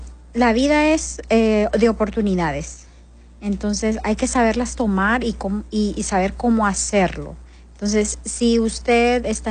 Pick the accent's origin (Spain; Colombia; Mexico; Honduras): Honduras; nosotros como hondureños, como sociedad, tenemos que ser agradecidos.